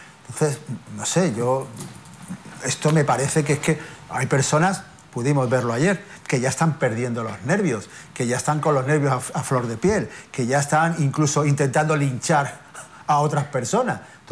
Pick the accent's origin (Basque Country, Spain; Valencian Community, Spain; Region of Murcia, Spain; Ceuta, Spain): Ceuta, Spain; somos los ceutíes, somos los que vivimos aquí.